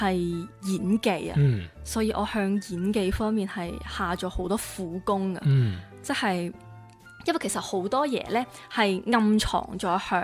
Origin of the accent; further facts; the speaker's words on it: Macau; 我同麦思玉一样都是土生土长的澳门人